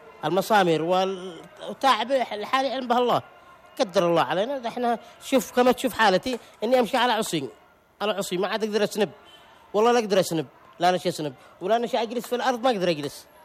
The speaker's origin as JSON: {"language": "Arabic", "country": "Yemen", "said": "نحن شعب يمني واحد"}